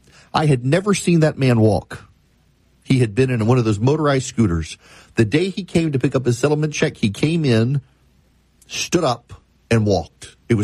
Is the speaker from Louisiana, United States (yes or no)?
yes; Louisiana, United States; There are businesses packing up and fleeing my home state of Louisiana